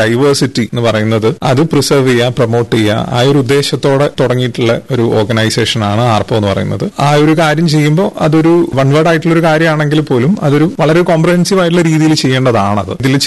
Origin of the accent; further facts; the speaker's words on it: Kozhikode, Kerala, India; moved away as an adult; also born or lived in Delhi; ഞാൻ വരുന്നത് കോഴിക്കോട് നിന്നാണ്. നമ്മുടെ കൊളോണിയലിസ്റ്റിന്റെ ഹിസ്റ്ററി പറയുകയാണെങ്കിൽ അത് തുടങ്ങുന്ന ഒരു സ്ഥലമാണ് കോഴിക്കോട് എന്ന് പറയുന്നത്.